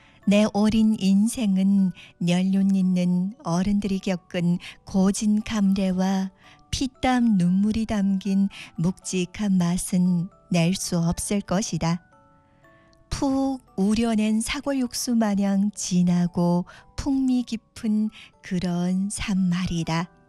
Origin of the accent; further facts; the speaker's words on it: Yanji, Jilin, China; 그건 바로 내가 조선족이라는 것과 연길이라는 작은 도시에서 태어나 지금까지 자라났다는 거다.